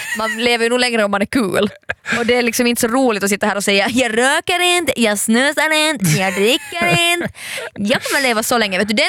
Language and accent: Swedish; Ostrobothnia, Finland; moved away; jag är från Österbotten. Jag pendlar till Österbotten regelbundet.